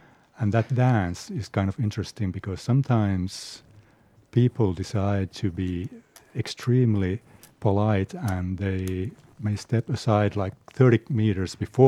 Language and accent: English; Helsinki, Uusimaa, Finland; I come from Helsinki, and my background is through my parents, both in Oulu and in Karelia